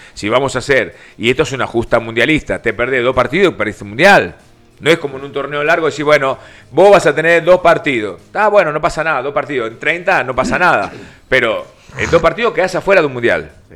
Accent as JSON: {"language": "Spanish", "country": "Argentina", "said": "porque soy argentino"}